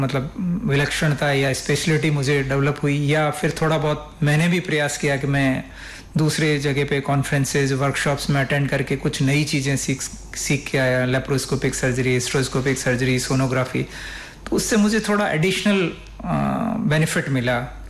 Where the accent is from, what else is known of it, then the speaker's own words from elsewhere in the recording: Rajasthan, India; first language Rajasthani; Hindi is a second language; मैं यहाँ राजस्थान से हूँ, भाषा मेरी राजस्थानी रही है